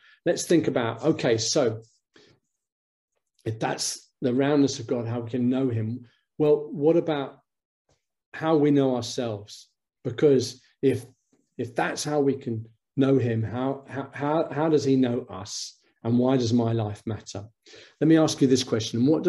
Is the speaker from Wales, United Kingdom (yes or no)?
no; London, United Kingdom; I grew up in London. I still am a Londoner, but South London was a bit edgy when I was growing up